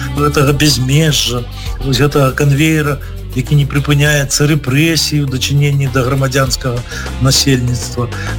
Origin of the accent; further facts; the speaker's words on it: Belarus; І, безумовно, ось ми, білоруси, не могли супроти своєї держави подавати менавіта скарги у Європейський суд.